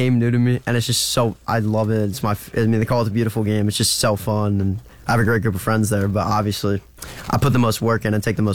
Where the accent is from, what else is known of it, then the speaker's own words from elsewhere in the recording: United States; Well, obviously I'm American.